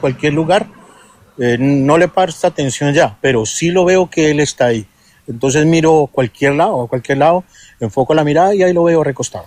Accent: Colombia; como decimos, como el colombiano

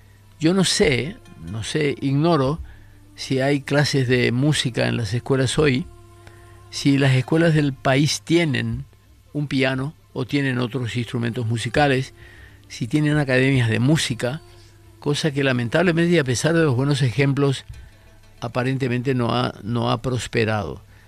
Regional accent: Paraguay; nosotros, los paraguayos

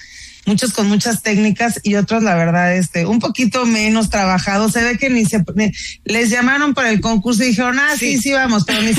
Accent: Mexico; es una cocina que a mí me resulta como mexicana bastante dulce

